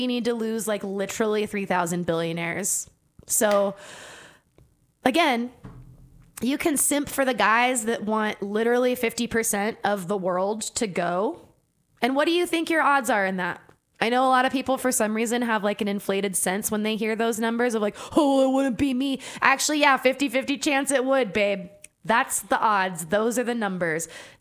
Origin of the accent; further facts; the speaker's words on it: Santa Fe, New Mexico, United States; in my hometown